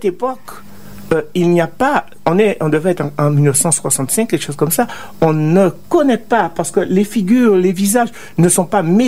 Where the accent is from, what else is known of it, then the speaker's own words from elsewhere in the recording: Guadeloupe; now in Montauban, France; quand j'étais petit, en Guadeloupe